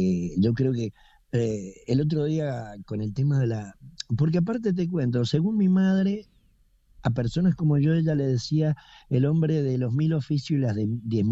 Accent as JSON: {"language": "Spanish", "town": "Uspallata", "region": "Mendoza", "country": "Argentina", "tie": "born or raised there", "moved": "as an adult", "said": "yo, al haber nacido y haber pasado mi infancia y mi adolescencia y parte de mi juventud en Uspallata, que cuando yo estaba en aquella época en un pueblo muy chiquito"}